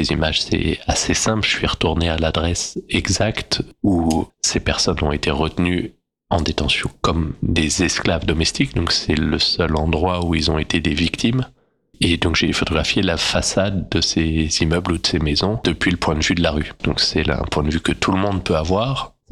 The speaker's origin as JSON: {"language": "French", "region": "Île-de-France", "country": "France", "tie": "born or raised there"}